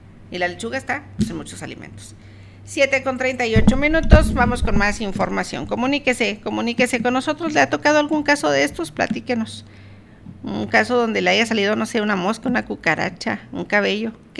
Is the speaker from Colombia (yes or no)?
no; Mexico; como buenos mexicanos ya los usamos de memes